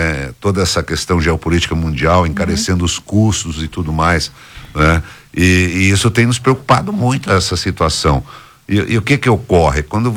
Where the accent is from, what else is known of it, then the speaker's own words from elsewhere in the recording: Goiás, Brazil; born there; moved away; a oportunidade de nascer em Goiás. Eu adoro o meu estado, adoro a minha cidade, adoro o lugar lá onde eu nasci, lá no meio da roça.